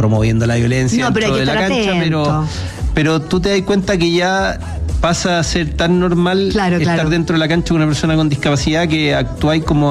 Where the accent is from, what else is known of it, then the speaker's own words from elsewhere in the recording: Viña del Mar, Valparaíso, Chile; Yo soy de Iña. Entonces trabajaba en un centro de personas con discapacidad que queda en Valparaíso, en el Cerro Alegre.